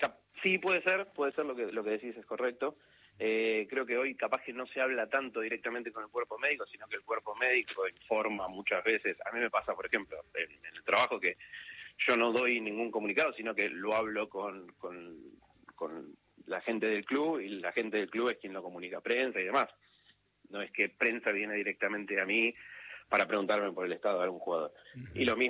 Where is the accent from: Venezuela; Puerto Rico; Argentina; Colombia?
Argentina; el argentino en general, porque somos todos hinchas